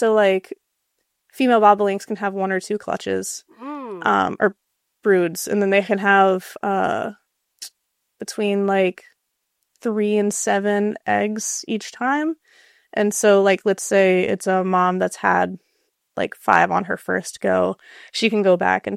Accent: Washingtonville, New York, United States; I am a Hudson Valley native. I grew up in Washingtonville, New York, and Orange County, across the river

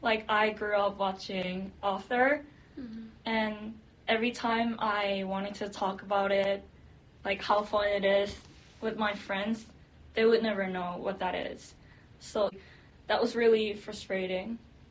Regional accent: South Korea; English is a second language; also born or lived in California; When I say I'm from Korea, they would talk about how hard it is to be an international student. Yeah, but I'm not an international student. I was born in California, and then I went back to Korea right after I was born.

